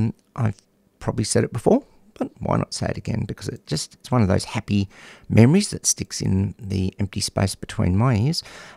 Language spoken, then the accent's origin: English; Newcastle, New South Wales, Australia; I came from Newcastle, north of Sydney, if my little brain remembereth rightly.